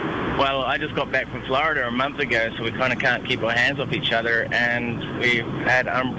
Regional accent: New Zealand; New Zealand.

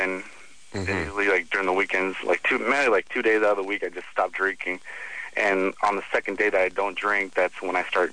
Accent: Long Beach, California, United States; Yeah, 19 years old, but I'm kind of from Long Beach.

